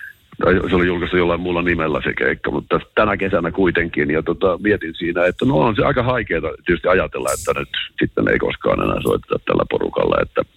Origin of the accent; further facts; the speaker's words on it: Joensuu, North Karelia, Finland; Niin kun me tultiin Joensuusta